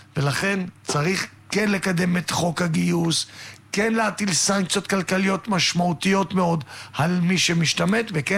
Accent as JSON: {"language": "Hebrew", "town": "Holon", "region": "Tel Aviv District", "country": "Israel", "tie": "born or raised there", "said": "במקום שאני גדלתי, בו אני גדלתי בחולון, בשכונת תל גיבורים"}